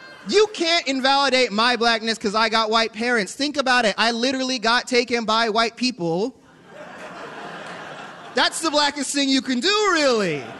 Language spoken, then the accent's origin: English; Salt Lake City, Utah, United States; I'm adopted, and I talk about it. I grew up in an all-white place. I grew up in Salt Lake City, Utah.